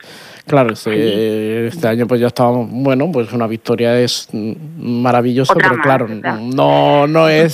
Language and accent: Spanish; Sangonera la Verde, Region of Murcia, Spain; hicimos una solicitud en mi pueblo para que viniese las tres copas a Sangonera la Verde